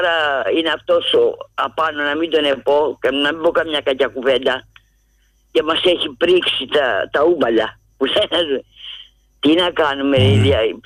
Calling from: Megara, Attica, Greece; από τα Μέγαρα.

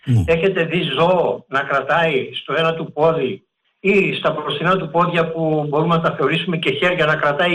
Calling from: Piraeus, Attica, Greece; από Πειραιά.

